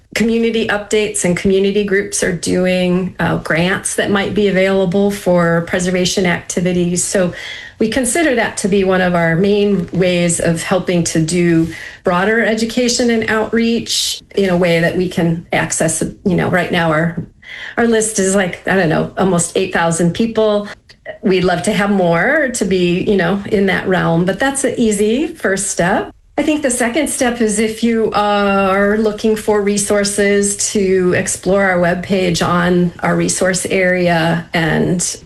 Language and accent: English; Michigan, United States; I'm from Michigan, so there's a lot of water there, right?